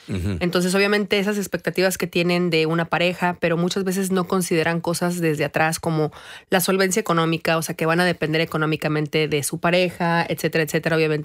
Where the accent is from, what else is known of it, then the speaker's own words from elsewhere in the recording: northern Mexico, Mexico; moved away as an adult; also born or lived in United States; now in Germany; yo soy del norte de México y somos muy conocidos por ser directos.